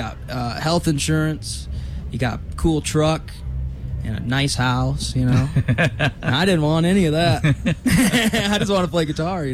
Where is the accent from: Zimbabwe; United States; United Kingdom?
United States; Michigan; I was from Michigan and I love soul and rock